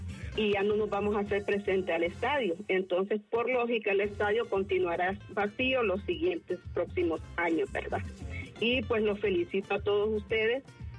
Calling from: Tegucigalpa, Francisco Morazán, Honduras; Yo soy de Tegucigalpa

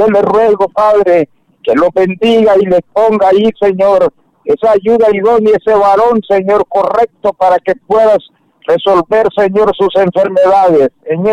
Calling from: Sabá, Colón, Honduras; mi pueblo de Sabat, Colón, Honduras.

